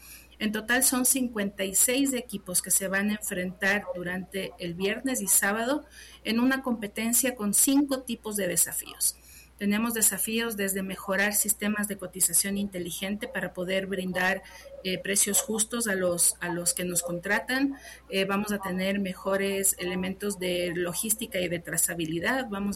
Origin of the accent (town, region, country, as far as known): Ecuador